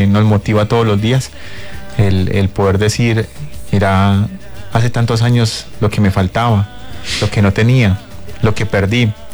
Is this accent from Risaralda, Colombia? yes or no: yes; Pereira, Risaralda, Colombia; Así somos todos los pereiranos, todos los colombianos.